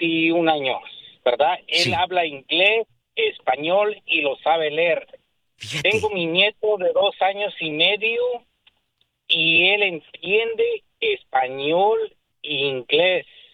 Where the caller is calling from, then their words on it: Mexico; nosotros somos mexicanos, puro español.